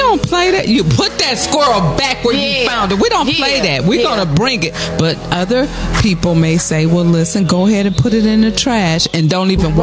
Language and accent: English; Cleveland, Ohio, United States; I'm from Cleveland, born and raised.